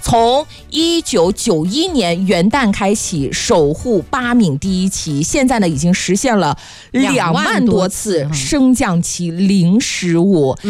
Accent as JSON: {"language": "Chinese", "country": "China", "said": "我们中国人"}